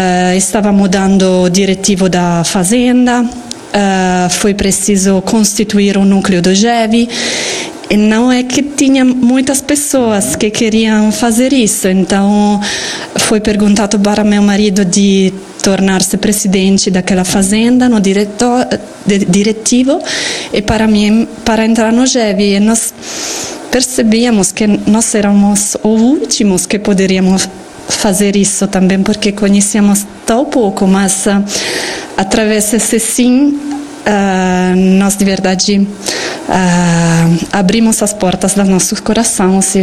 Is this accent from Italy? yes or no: yes; Italy; Portuguese is a second language; moved away as an adult; now in Ibiporã, Brazil; eu sou italiana. Eu cheguei 2 anos e meio atrás da Itália com meu marido e meus 2 filhos.